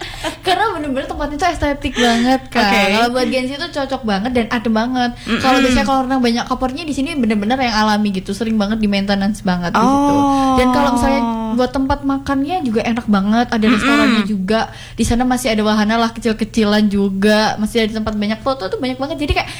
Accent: Malang, East Java, Indonesia; Sebagai warga Malang ini sebenarnya tahu gitu

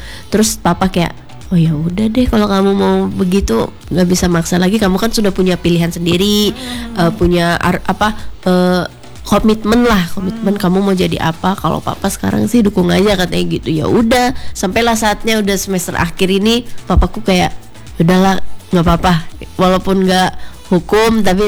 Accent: North Sumatra, Indonesia; Memang momen gitu sih kak, dari orang tua, karena kan aku Batak ya.

